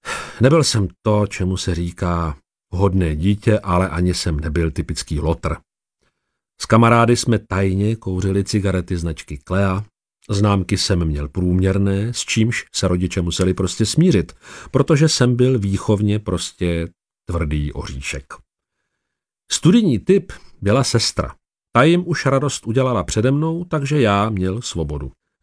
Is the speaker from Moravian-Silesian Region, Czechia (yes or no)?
no; Tišnov, South Moravian Region, Czechia; also born or lived in Brno; Pocházím z Tišnova, což je město v okrese Brno-Venkov, asi 20 km severozápadně od Brna, nedaleko soutoku Svratky a Loučky. Ovšem na svět jsem přišel v Brně, a to 25. prosince